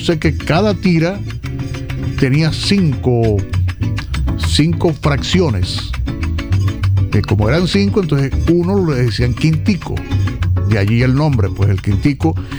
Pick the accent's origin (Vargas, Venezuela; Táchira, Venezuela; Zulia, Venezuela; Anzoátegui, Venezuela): Zulia, Venezuela; San Francisco; Estamos hablando de mi pueblo y San Francisco, por eso les puedo hablar con propiedad, porque en esa cuadra prácticamente nació y se crió este servidor